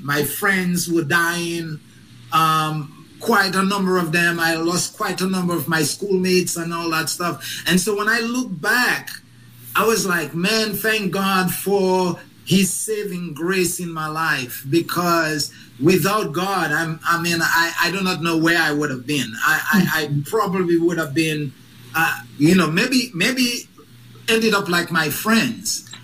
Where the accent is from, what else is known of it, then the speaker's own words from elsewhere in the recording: Dominica; now in United States; Growing up in Dominica, and was also that's where two family members shared the gospel with me. Now, I didn't give my heart to the Lord then until I came up to when I came to the U.S. migrated into the U.S.